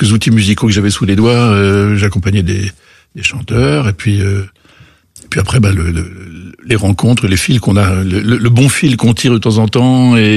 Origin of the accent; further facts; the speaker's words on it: Paris, Île-de-France, France; also born or lived in Rome; Oui, j'ai grandi à Paris.